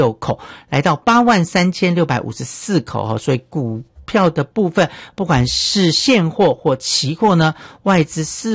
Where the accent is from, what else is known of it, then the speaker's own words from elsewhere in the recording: Miaoli County, Taiwan; 还有我的家乡苗栗，也欢迎大家来这个苗栗呢来玩玩齁。山城有很多好山好水齁